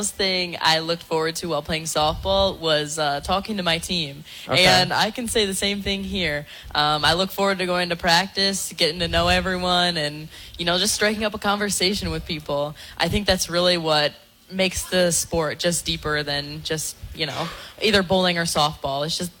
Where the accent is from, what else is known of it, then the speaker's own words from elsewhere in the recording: Wisconsin, United States; moved away as an adult; now in Youngstown, United States; I'm coming back to Wisconsin after I'm done here.